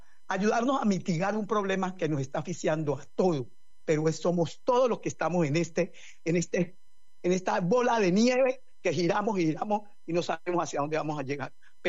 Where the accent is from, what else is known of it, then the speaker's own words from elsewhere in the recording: Buenaventura, Valle del Cauca, Colombia; los hijos de Buenaventura, que queremos y amamos esta tierra y que nos resistimos a salir de ella